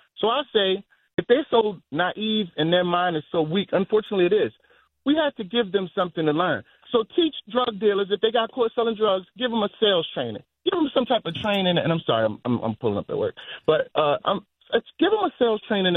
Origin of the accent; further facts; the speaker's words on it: Baltimore, Maryland, United States; I grew up, I'm from Baltimore, so I grew up in the streets for real.